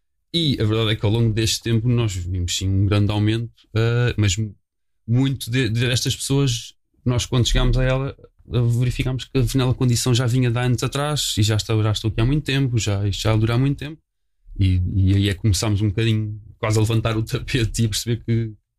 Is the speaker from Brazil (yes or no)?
no; Sintra, Lisbon, Portugal; Eu sou cá de Sintra, desde sempre nasci aqui, cresci aqui, andei na escola aqui